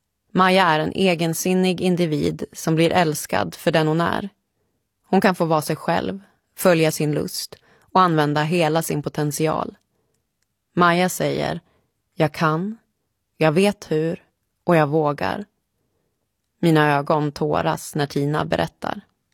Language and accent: Swedish; Gävle, Gävleborg County, Sweden; moved away as an adult; jag har haft så lite tid till att underhålla mina relationer hemma i Gävle. Efter flera år på vift känner jag mig mer som en främling eller en gäst på den plats jag borde kalla hem.